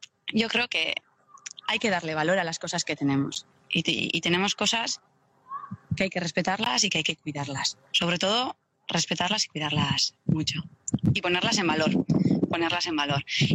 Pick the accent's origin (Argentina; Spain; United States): Spain; Deba, Basque Country; born there